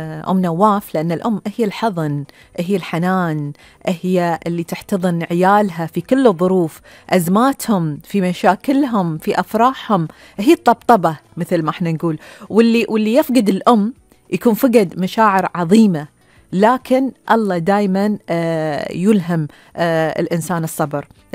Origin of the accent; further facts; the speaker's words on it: Bahrain; وإحنا كبحرينيين بتربيتنا بأخلاقنا بقيمنا